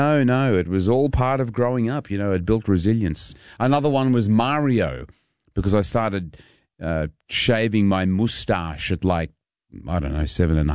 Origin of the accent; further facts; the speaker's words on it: Sydney, New South Wales, Australia; I loved growing up in the Shire, Kirrawee Primary School, then Gymie High.